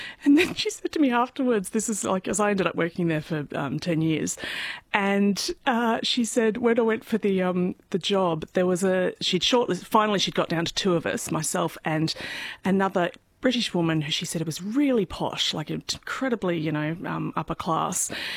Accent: Australia; being me, being Australian

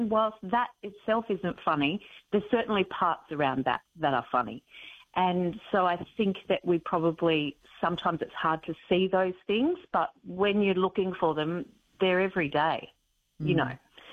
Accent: Mullumbimby, New South Wales, Australia; I'm from Mullumbimby, so it's the same sort of feel. And being from Mullumbimby, well, really, we have to be comedians, don't we? All of us.

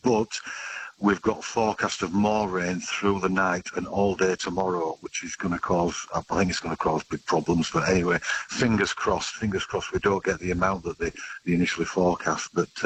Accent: Yorkshire and the Humber, United Kingdom; now in Australia; Yeah, it is the Northern Hemisphere, and it's the north of England. Yeah, I'm actually from Yorkshire in the north of England.

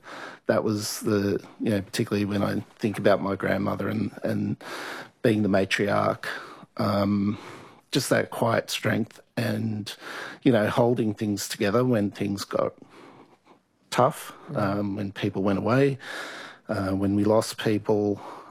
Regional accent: Brewarrina, New South Wales, Australia; I was from Brewarrina.

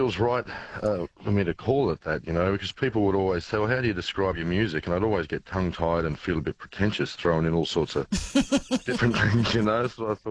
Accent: New South Wales, Australia; You know, growing up in the Riverina, to be able to jump in the car and drive north with my brother

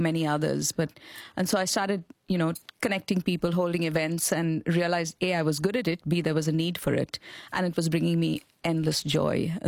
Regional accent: Mumbai, Maharashtra, India; I grew up in India in a really strong connected neighborhood on the outskirts of Mumbai in a little suburb called Chembur, where literally 3-4 generations of families lived together.

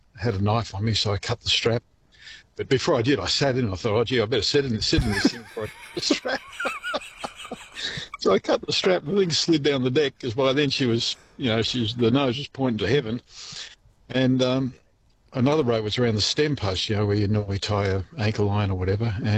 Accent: Scotland, United Kingdom; Being Scottish, I grabbed my wallet.

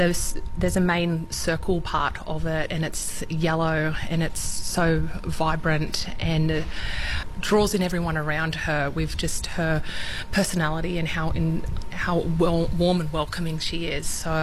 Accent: Taree, New South Wales, Australia; And my mum's family originally from out at Foster, and I wasn't raised out there. I grew up here in Taree, so it was fantastic to connect with a community that I do belong to and that my family have been from.

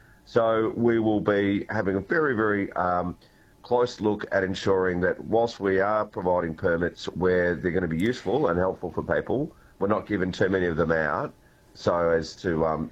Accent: Euroa, Victoria, Australia; I grew up in Euroa, so I'm not far away from Shepparton

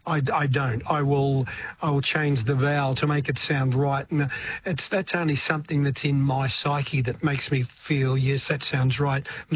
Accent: Australia; And I said, well, I sort of am. I am Australian.

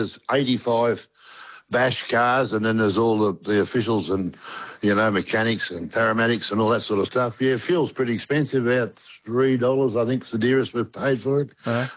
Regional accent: Benjaroop, Victoria, Australia; I come from a place called Benjaroop, northern Victoria.

